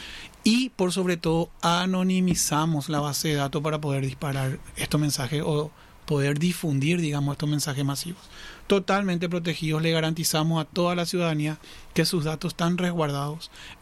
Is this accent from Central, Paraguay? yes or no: yes; Villa Elisa, Central, Paraguay; Yo soy de Villa Elisa.